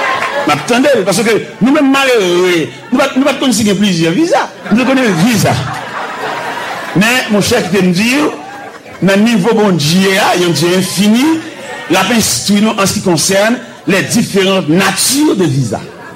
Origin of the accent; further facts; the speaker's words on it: Montreal, Quebec, Canada; Je suis de Montréal, je vais rentrer à Haïti, et puis je suis à Paris.